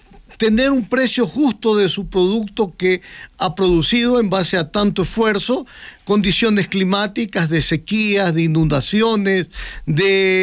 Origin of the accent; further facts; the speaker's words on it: Ecuador; nosotros no nos oponemos porque somos ecuatorianos pensantes y nos preocupamos por nuestro país